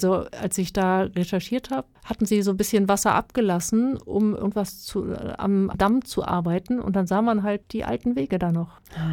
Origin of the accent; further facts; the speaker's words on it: North Rhine-Westphalia, Germany; born there; Ich komme aus der Nähe von so einem Ort, in dem genau das passiert ist. Also bin in der Nähe vom Biggesee geboren.